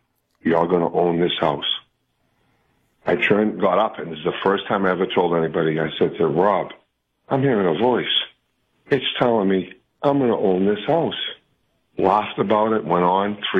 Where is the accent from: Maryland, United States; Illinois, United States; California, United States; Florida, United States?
Florida, United States; Pensacola; I'm from Pensacola, Florida.